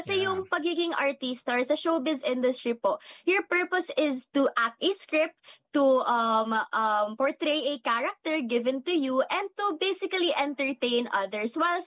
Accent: Manila, Metro Manila, Philippines; So, kahit na artista po ako dati and talagang sa Manila po ako lumaki, parang nung umuwi po ako dito, mas nasanay na akong magbisaya and medyo awkward na po sa akin magtagalog talaga.

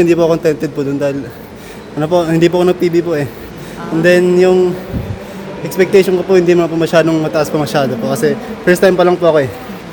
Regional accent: Eastern Visayas, Philippines; taga ano po, taga Leyte po.

